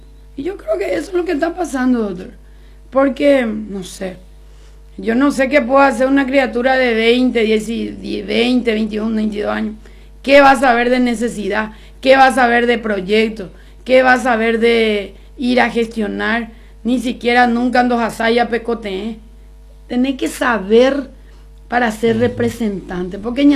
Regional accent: Coronel Oviedo, Caaguazú, Paraguay; A mí Coronel Oviedo me conoce. Cómo yo crecí.

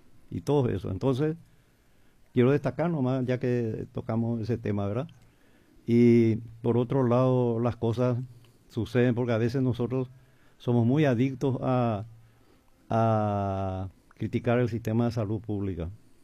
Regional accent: Paraguay; O sea, tenemos que estar orgullosos como paraguayos

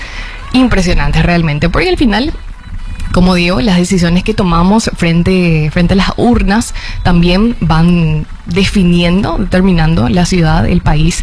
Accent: Paraguay; Yo creo que como paraguayos, como nación, como país, ya sufrimos demasiado por malas decisiones.

